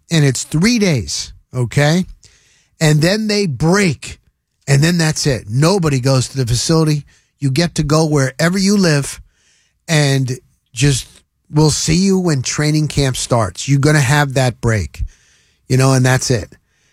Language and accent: English; New Jersey, United States; moved away as an adult; also born or lived in Denver, Colorado; I grew up in New Jersey, okay? I started in this business in New Jersey.